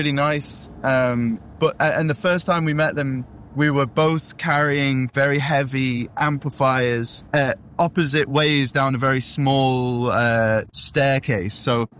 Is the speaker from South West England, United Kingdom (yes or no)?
no; Manchester, North West England, United Kingdom; The band scene, just in England and in like, obviously we're from Manchester, so we see that even more like in depth.